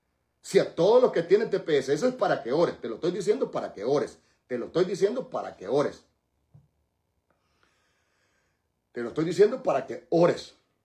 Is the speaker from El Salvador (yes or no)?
yes; El Salvador; moved away; en nuestros países, en el caso de El Salvador